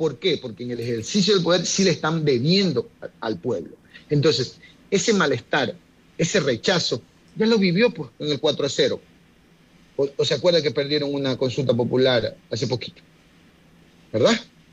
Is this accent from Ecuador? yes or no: yes; Ecuador